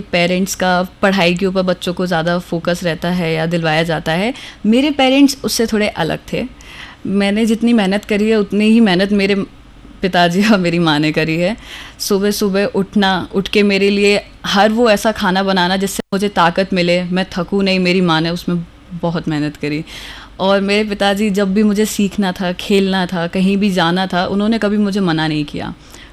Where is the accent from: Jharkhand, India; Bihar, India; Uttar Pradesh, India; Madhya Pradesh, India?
Madhya Pradesh, India; Gwalior; मैं ग्वालियर की ही निवासी हूँ